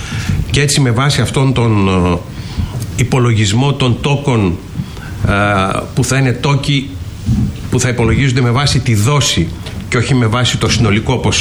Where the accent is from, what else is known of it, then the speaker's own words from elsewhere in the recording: Ioannina, Epirus, Greece; στα Γιάννενα ο Υπουργός Οικονομικών με αφορμή ένα αναπτυξιακό συνέδριο που γινόταν εκεί στην πατρίδα μου